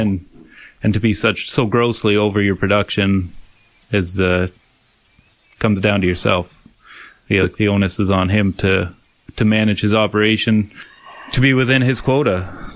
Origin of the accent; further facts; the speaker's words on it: Southgate, Ontario, Canada; I am from a dairy farm in the old Proton Township, so Southgate.